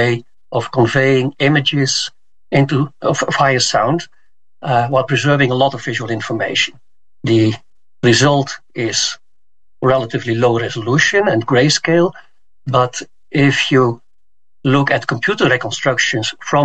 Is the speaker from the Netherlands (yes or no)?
yes; Netherlands; I'm from the Netherlands